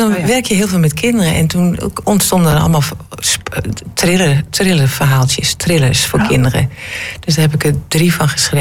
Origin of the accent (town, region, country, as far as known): Almelo, Overijssel, Netherlands; moved away as an adult; also born or lived in Groningen